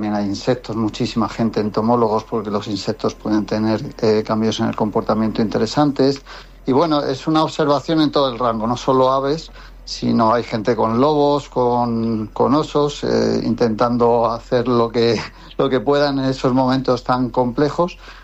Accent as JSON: {"language": "Spanish", "country": "Spain", "moved": "as an adult", "lives_now": "England, United Kingdom", "said": "me gustaría también volcarlo en mi país, ¿no?, en España"}